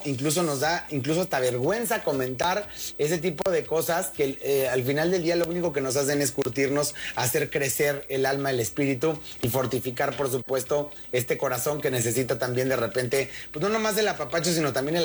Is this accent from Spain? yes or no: no; Mexico; nosotros como mexicanos